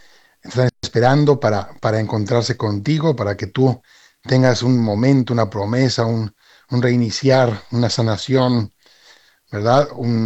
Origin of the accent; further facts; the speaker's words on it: Spain; now in Mérida, Mexico; Yo soy español, aunque vivo aquí en México.